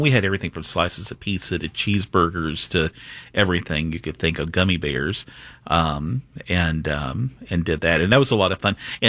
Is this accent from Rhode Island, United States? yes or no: no; Georgia, United States; I grew up in Georgia, so there you have it.